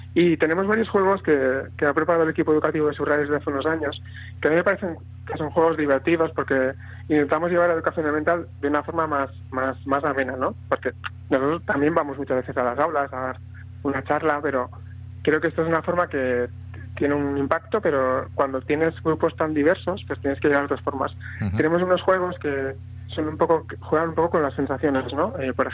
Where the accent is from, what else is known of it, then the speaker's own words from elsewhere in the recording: Catalonia, Spain; Yo, por ejemplo, soy del Delta del Ebro, de Tarragona, es una zona preciosa